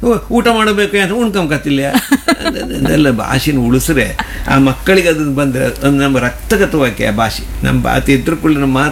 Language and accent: Kannada; Kundapura, Karnataka, India; accent: Kundapura Kannada; moved away; ನಾನು ಕುಂದಾಪುರದ ಅಂತೇಳಿ ಅವ್ರು ನಾನು ಕನ್ನಡದಲ್ಲೇ ಮಾತಾಡೋದು ಶುರು ಮಾಡ್ರು.